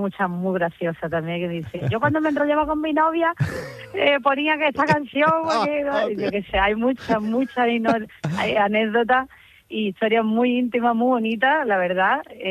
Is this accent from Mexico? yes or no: no; Andalusia, Spain; soy andaluza y me gusta mucho el flamenco y tengo pues el deje